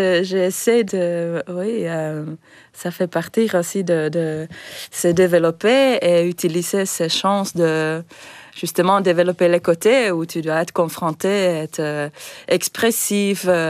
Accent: Finland; accent: du Nord; French is a second language; moved away as an adult; now in Brussels, Belgium; je reste très connectée avec mon pays. Je suis très fière d'être de la Finlande

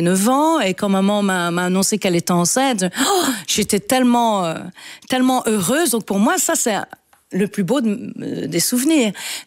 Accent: Wallonia, Belgium; Bon, moi, je dis toujours que je suis Wallon connu, donc des WC

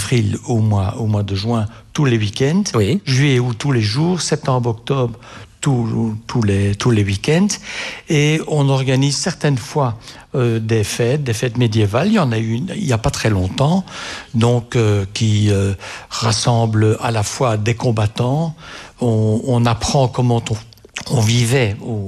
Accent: Brussels, Brussels-Capital Region, Belgium; Je suis ivoirien. Au départ, je suis bruxellois.

